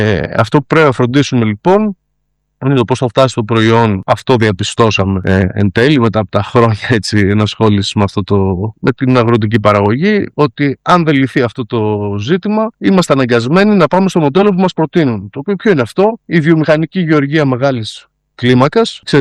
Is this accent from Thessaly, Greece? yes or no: yes; Trikala, Thessaly, Greece; moved away as an adult; now in East Zagori, Greece; στην πόλη μου, στα Τρίκαλα